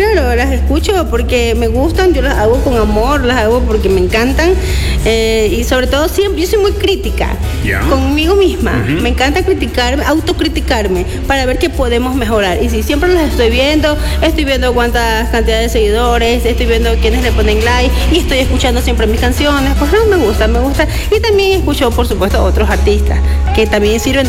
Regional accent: Quevedo, Los Ríos, Ecuador; como yo soy de Quevedo

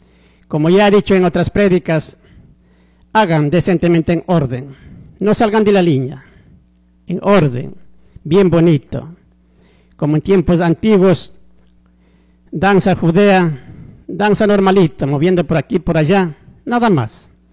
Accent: Ecuador; Somos sangre ecuatorianos.

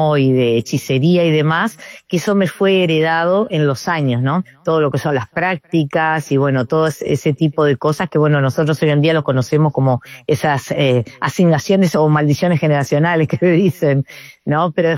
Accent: Montevideo, Uruguay; bueno, soy de Montevideo, Uruguay, o sea que bien por acá, por el sur.

